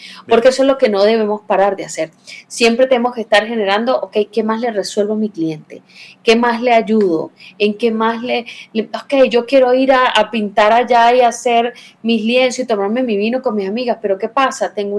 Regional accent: Venezuela; moved away as an adult; also born or lived in Russia; now in Quito, Ecuador; en Rusia. Vivía ya 6 años y luego llegué al Ecuador. Yo soy venezolana, tengo en el Ecuador 17 años ya.

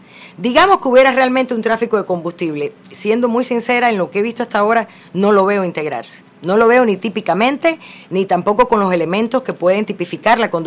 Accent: Guayaquil, Guayas, Ecuador; también soy guayaquileña

